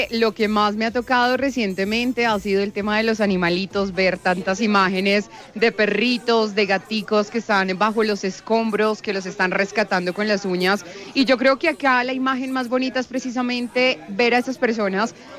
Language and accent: Spanish; Sogamoso, Boyacá, Colombia; Yo de Sogamoso.